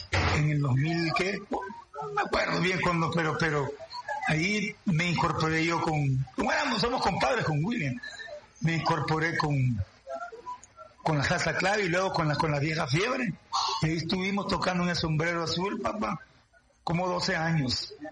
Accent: El Salvador; also born or lived in Honduras; yo añoraba aquí mi tierra, pues, o sea. En eso, por casualidad, yo viajaba a Honduras, de El Salvador a Honduras.

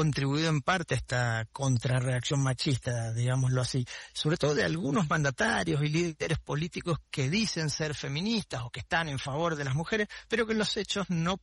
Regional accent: Argentina; en mi país, acá en Argentina

